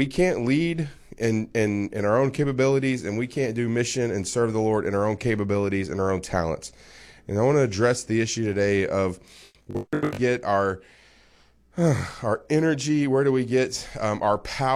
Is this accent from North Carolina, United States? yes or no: no; Little Rock, Arkansas, United States; I grew up in Arkansas, I grew up in Little Rock. I'm familiar with this weather around here.